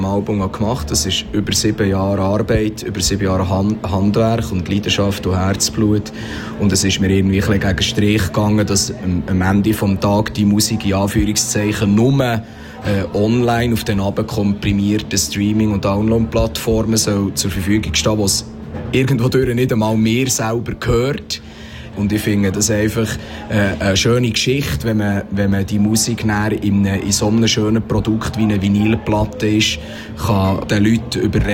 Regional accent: Bern, Switzerland; Erstens bin ich Berner.

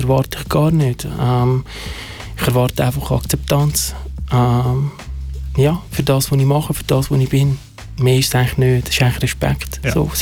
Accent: Switzerland; born there; German is a second language; als ich in die Schweiz gekommen bin, habe ich kein Wort Deutsch können. Ich war 7 und musste in Deutschunterricht gehen.

